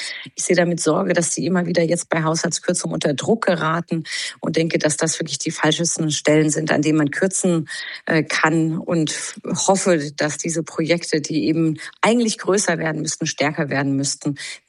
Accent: Germany; Am Ende haben wir als Deutsche davon stark profitiert

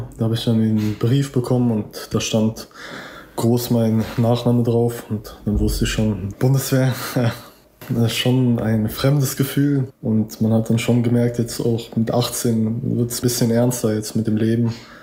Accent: Cologne, North Rhine-Westphalia, Germany; born there; Meine Mutter aus Marokko und mein Vater ist halb Deutscher und halb Ghana. Ich bin hier in Köln geboren und meine Mutter auch, mein Vater auch, aber eben halt Großeltern kamen alle nach Deutschland. Zu Hause spreche ich auch eigentlich nur Deutsch.

